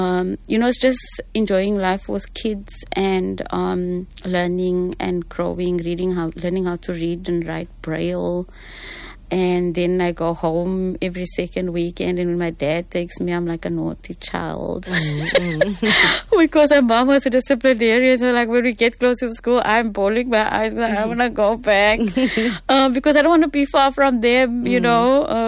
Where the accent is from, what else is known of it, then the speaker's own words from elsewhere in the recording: Wellington, Western Cape, South Africa; growing up in Wellington, it was hot